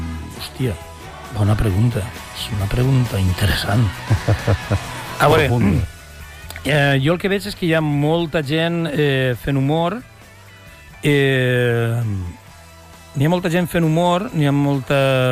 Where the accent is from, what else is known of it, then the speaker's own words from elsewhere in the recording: Valencian Community, Spain; vinc del País Valencià